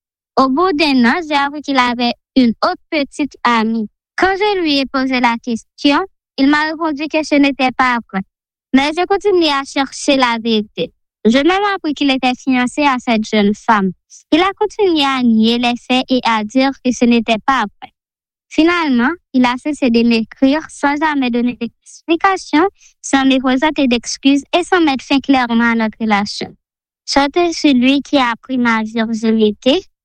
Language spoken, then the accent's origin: French; Haiti; Bonjour, je suis une Haïtienne, je vis en Haïti, j'ai 20 ans.